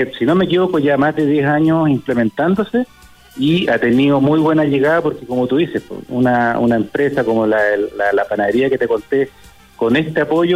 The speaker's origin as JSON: {"language": "Spanish", "town": "Valdivia", "region": "Los Ríos", "country": "Chile", "said": "yo soy de regiones, yo soy de Valdivia"}